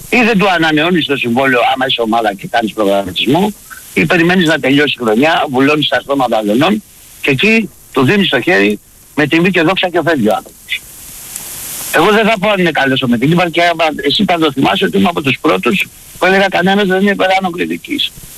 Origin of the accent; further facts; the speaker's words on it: Nea Makri, Attica, Greece; Εγώ θα σου πω για τον Διόνυσο, επειδή είμαι από Νέα Μάκρη, θα σου πω για τον Διόνυσο.